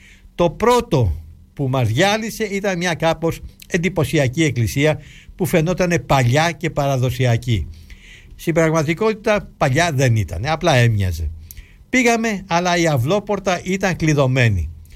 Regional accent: Greece; Τους είπα ότι είμαστε Ορθόδοξοι και Έλληνες

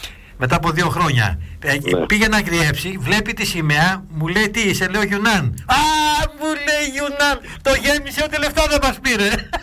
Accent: Greece; εγώ είμαι Έλληνας, θέλω να γυρίσω, λέω, σπίτι μου.

